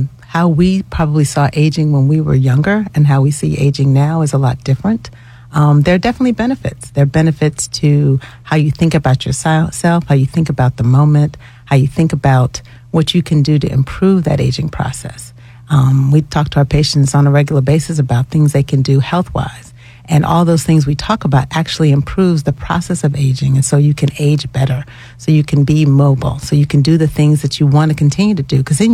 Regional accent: New York, United States; also born or lived in North Carolina / Augusta, Georgia; now in Atlanta, United States; I'm originally from New York, born and bred, grew up there, went to school in the South, did my training in terms of undergraduate medical school in North Carolina, and then was in Augusta, Georgia at the medical college

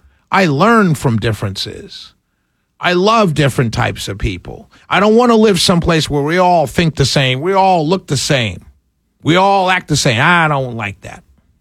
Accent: New York, United States; I'm African-American. Clearly, that's who I am. I'm from New York. Clearly, that's where I'm from. My family came from Jamaica. That's clearly what my ancestry is, Jamaican.

